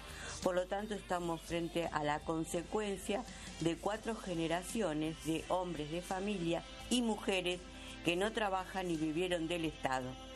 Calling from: Morón, Buenos Aires Province, Argentina; de Morón.

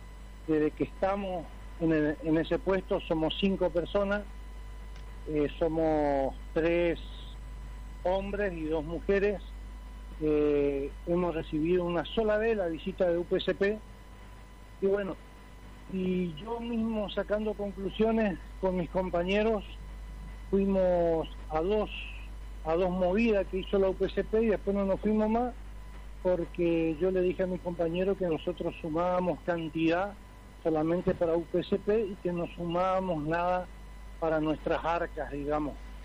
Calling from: Colonia Benítez, Chaco, Argentina; yo soy de Colonia Benítez.

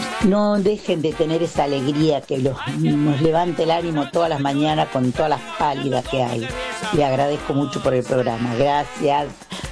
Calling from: Junín, Buenos Aires Province, Argentina

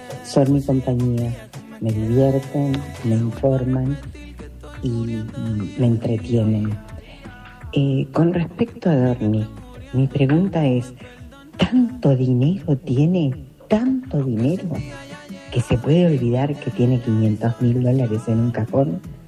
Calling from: San Justo, Buenos Aires Province, Argentina; de San Justo.

